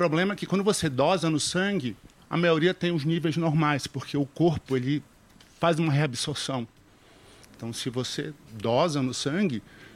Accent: Pará, Brazil; Isso aí, eu sou paraense.

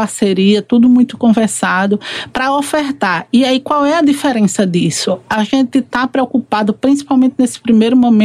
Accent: Sergipe, Brazil; E aí, em algum momento, eu fui pra minha terra, né? A gente sente o nordestino, ele sempre saudade de casa

